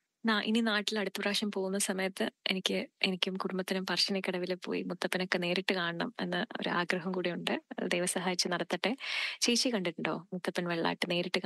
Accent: Thiruvananthapuram, Kerala, India; now in Melbourne, Australia; ഞാൻ തിരുവനന്തപുരത്ത് ജനിച്ചു വളർന്ന ഒരാളാണ്.

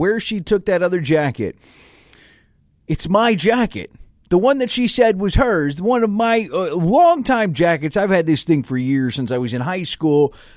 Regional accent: Florida, United States; moved away; I'm from Florida.

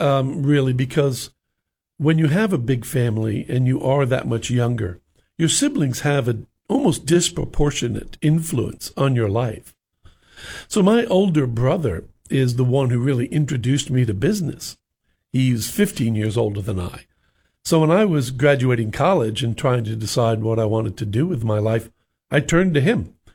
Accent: New York, United States; I grew up in New York, and I was the youngest of 6 children.

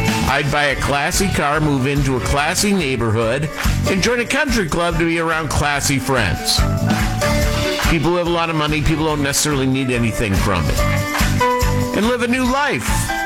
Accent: Muskegon, Michigan, United States; I would leave my hometown. I would leave Muskegon, Michigan.

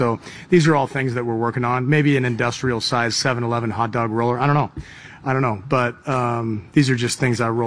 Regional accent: United States; I'm not a mayonnaise guy. Yeah. No mayonnaise for me. I'm from America.

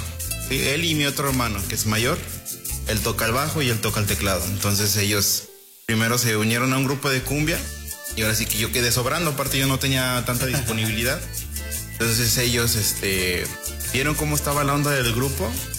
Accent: Mexico; pues ahora sí que uno como mexicano pues nace creciendo y escuchando música

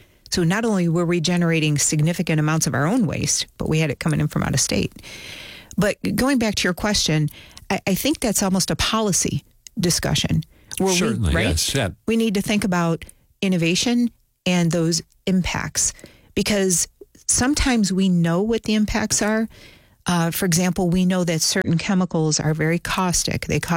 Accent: New York, United States; as a child growing up on Cayuga Creek, which rings the Love Canal area, I witnessed many of these things unfolding

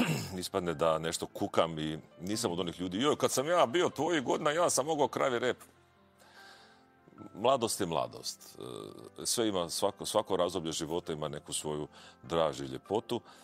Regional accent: Slavonia, Croatia; also born or lived in Imotski; Ja sam list iz Slavonije.

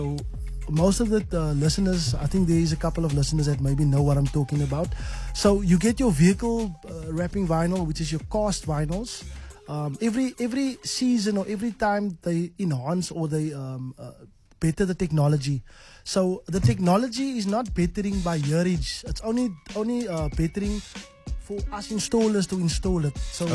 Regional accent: Cape Town, Western Cape, South Africa; there's a few guys that they chose from Cape Town. We are three from Cape Town.

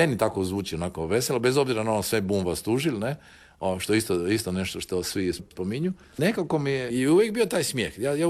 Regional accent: Dubrovnik, Dubrovnik-Neretva County, Croatia; now in Lopud, Croatia; ja sam iz Dubrovnika, zašto sam neko ne? Jer sam iz Dubrovnika pobjegao na Lopud, na otok, s kojim ja realno nemam nikakve veze

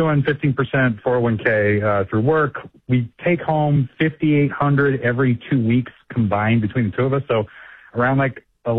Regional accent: Maryland, United States; the county that I grew up in Maryland, I mean, you can't sneeze in there without spending $500,000.

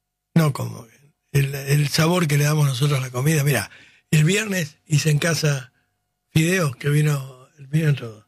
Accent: Argentina; Yo ya como argentino

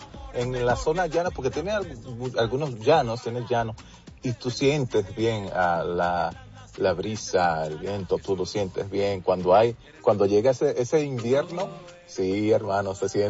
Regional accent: Dominican Republic; now in Chicago, United States; soy de hogar cristiano, soy hijo de pastores. Soy dominicano, aunque vivo aquí en Chicago, pero soy dominicano y mis padres todavía son pastores allá en la República Dominicana.

